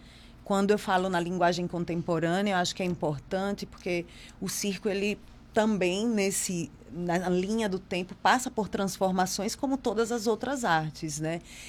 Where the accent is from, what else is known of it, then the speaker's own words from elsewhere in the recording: Alagoas, Brazil; Eu sou alagoana.